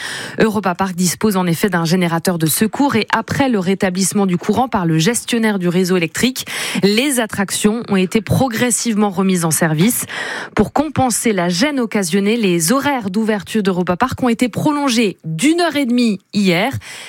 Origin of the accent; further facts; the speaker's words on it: Grand Est, France; comme chez nous en Alsace